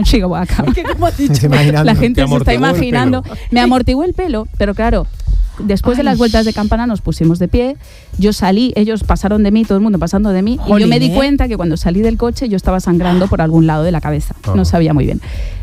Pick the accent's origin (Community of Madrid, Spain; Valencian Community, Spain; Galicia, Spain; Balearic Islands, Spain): Balearic Islands, Spain; Calvià; moved away; Yo tenía 15 años. Yo colaboraba en una radio de estas locales de ahí de mi pueblo, de Calvía